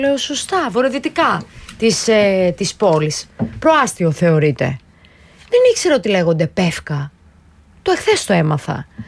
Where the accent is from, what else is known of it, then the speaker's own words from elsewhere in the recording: Thessaloniki, Central Macedonia, Greece; Εγώ είμαι από τη Θεσσαλονίκη, ενώ τη μεγάλωσα εκεί, σπούδασα εκεί.